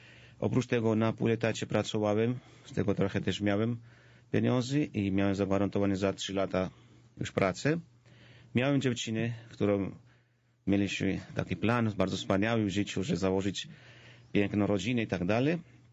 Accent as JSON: {"language": "Polish", "country": "Georgia", "tie": "born or raised there", "second_language": "Polish", "moved": "yes", "lives_now": "Poland"}